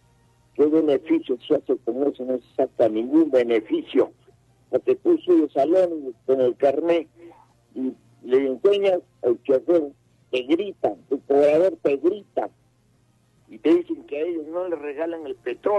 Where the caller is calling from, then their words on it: Arequipa, Peru; Aquí en Arequipa han comenzado con fecha.